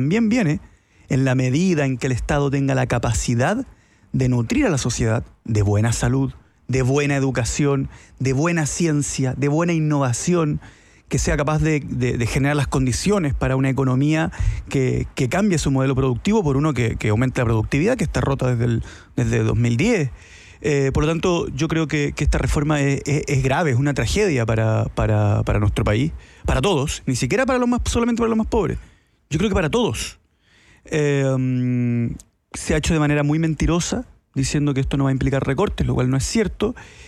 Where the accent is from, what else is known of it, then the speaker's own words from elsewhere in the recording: Chile; Como chileno, el argentino es tu hermano.